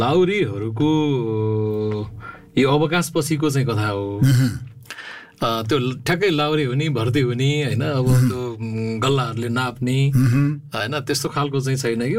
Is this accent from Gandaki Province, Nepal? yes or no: yes; Gandaki Province, Nepal; also born or lived in Syaklung; गाउँ चाहिँ मेरो, म जन्मिएको स्याक्लुङ, म हुर्किएको चाहिँ तालबेसी।